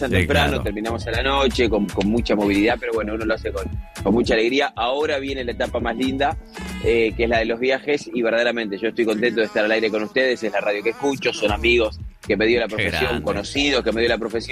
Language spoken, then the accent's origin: Spanish; Argentina